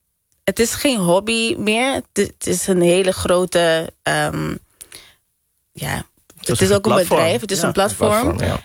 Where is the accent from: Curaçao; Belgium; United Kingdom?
Curaçao; now in Netherlands; We komen uit Curaçao, we wonen in Nederland... dus je spreekt de hele dag bijna alleen Nederlands misschien.